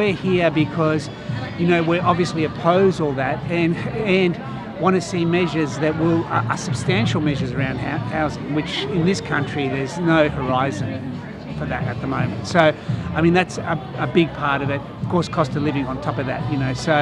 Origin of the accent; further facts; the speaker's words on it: Footscray, Victoria, Australia; We're both from the Footscray area, where this has been, you know, obviously a very big issue for people.